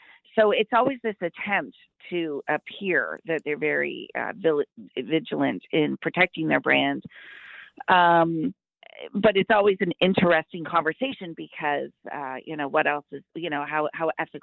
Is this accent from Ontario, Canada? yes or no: yes; London, Ontario, Canada; I'm from London area, so there you go.